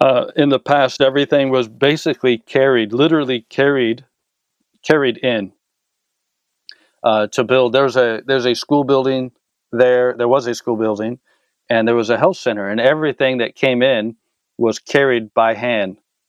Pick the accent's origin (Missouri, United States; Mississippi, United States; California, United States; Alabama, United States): California, United States; San Diego; moved away; I'm from San Diego, from a big city.